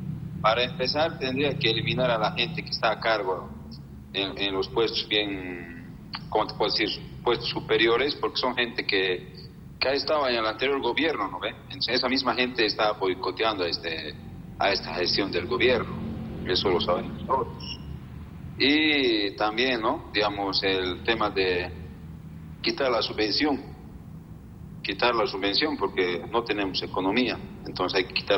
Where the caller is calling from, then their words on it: Mizque, Cochabamba, Bolivia; De Misque, no de Vinto.